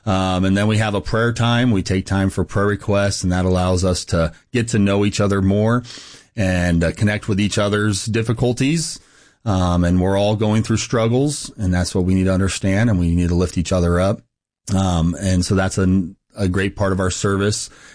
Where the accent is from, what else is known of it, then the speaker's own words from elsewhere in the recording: Clovis, California, United States; And so I grew up in Central Baptist Church there in Clovis, California.